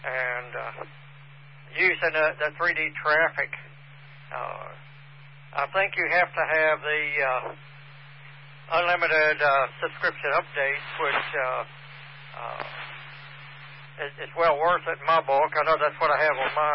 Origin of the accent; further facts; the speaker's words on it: Mexico, Missouri, United States; I'm from Mexico.